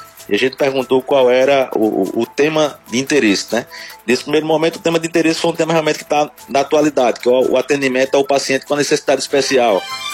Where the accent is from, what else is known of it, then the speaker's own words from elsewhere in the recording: Serra Talhada, Pernambuco, Brazil; moved away; Você tem noção, eu sou de Serra Talhada, na época que eu saí não tinha nenhum, hoje já tem 2.